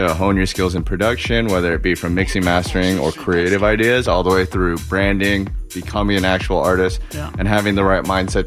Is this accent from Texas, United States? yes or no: no; Chicago, Illinois, United States; moved away as an adult; also born or lived in Michigan; now in Seattle, United States; So originally I'm from Chicago. Went to school out in Michigan, and then my girlfriend's family is all out here, so we decided to make the move, packed all our bags, left Chicago, came out here.